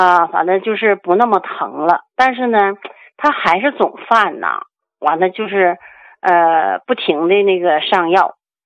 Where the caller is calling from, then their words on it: Shenyang, Liaoning, China; 我家是沈阳的。